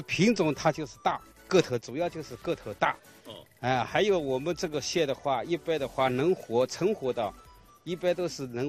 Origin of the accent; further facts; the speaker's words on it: Sanmen, Zhejiang, China; moved away as an adult; now in Alar, Xinjiang, China; 我是浙江三门的。最初呢，我来这边是有3年了，到今年是3年了